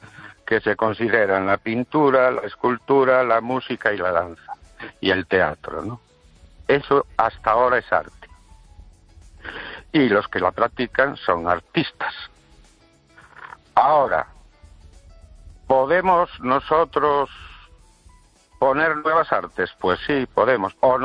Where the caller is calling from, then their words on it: Ourense, Galicia, Spain; de Orense.